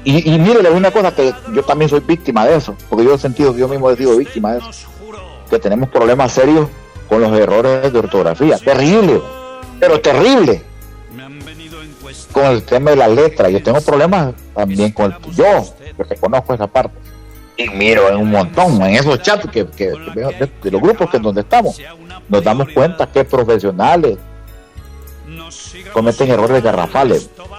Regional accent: Sulaco, Yoro, Honduras; born there; Y yo soy el hombre más orgulloso por decir que soy sulaqueño

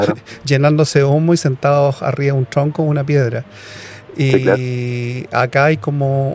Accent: Santiago, Santiago Metropolitan Region, Chile; como santiaguino de tomo y lomo

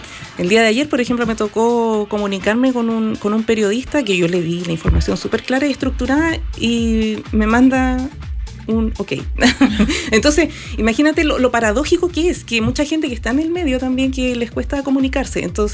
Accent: Chiloé, Los Lagos, Chile; somos de Chiloé. Somos de acá

